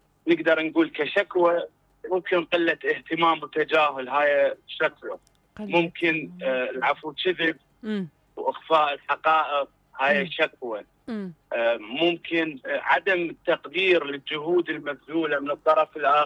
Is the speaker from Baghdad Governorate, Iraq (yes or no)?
yes; Baghdad, Baghdad Governorate, Iraq